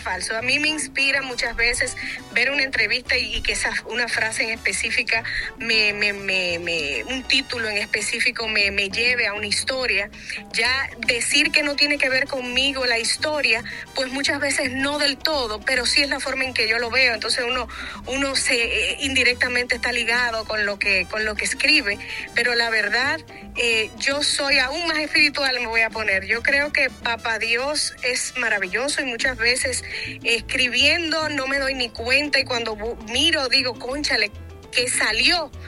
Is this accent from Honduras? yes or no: no; Dominican Republic; nosotros tenemos un … como dominicanos